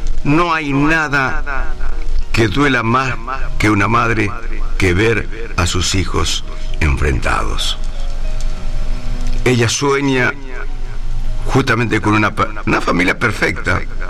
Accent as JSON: {"language": "Spanish", "town": "Estanislao del Campo", "region": "Formosa", "country": "Argentina", "tie": "born there", "said": "llegamos más precisamente a mi pueblo querido, Estanislao del Campo."}